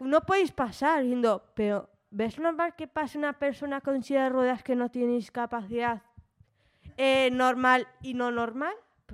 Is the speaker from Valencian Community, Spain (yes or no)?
no; León, Castile and León, Spain; Por algo vengo desde León